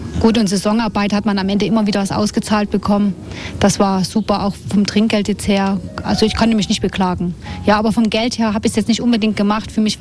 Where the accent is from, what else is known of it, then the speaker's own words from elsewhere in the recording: Leipzig, Saxony, Germany; moved away as an adult; also born or lived in Amrum / Sylt / Switzerland / Ireland; now in Tannheim, Austria; Ich bin in Leipzig geboren, habe meine Schule alles gemacht, habe dann meine Ausbildung auf Amrum gemacht, oben an der Nordsee, habe ein Jahr noch auf Sylt gearbeitet danach und danach halt in die Schweiz für ein Jahr, dann ein halbes Jahr Österreich